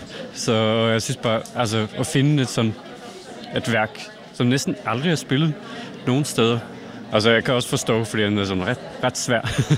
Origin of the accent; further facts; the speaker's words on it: Norway; Danish is a second language; Og det er jo også, fordi jeg er kommet selv fra Norge. Men altså, min bedsteforældre bor i Præstø, faktisk.